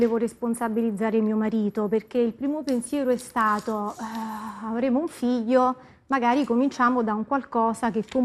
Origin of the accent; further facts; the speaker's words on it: Naples, Campania, Italy; da buona napoletana, molto calorosa, molto carnale, come diciamo noi a Napoli.